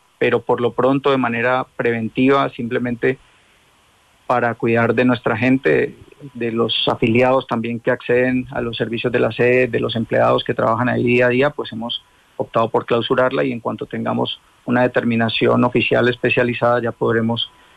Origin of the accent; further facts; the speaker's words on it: Cali, Valle del Cauca, Colombia; apoyarnos como caleños, como vallecaucanos